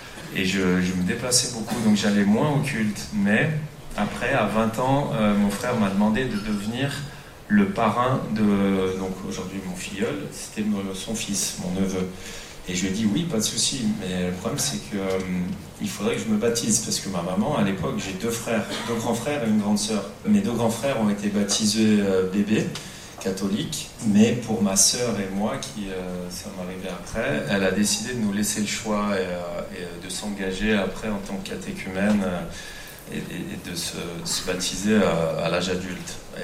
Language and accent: French; Chambéry, Auvergne-Rhône-Alpes, France; also born or lived in Grenoble; Donc, moi, j'ai grandi entre Chambéry et Grenoble. Je suis savoyard, mais à Chambéry.